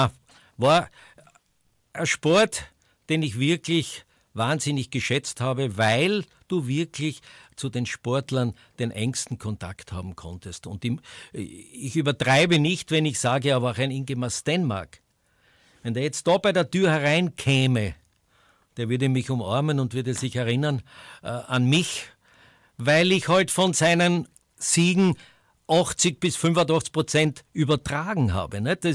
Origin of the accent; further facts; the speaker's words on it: Graz, Styria, Austria; Als erstes habe ich ja Fußball gemacht als Grazer.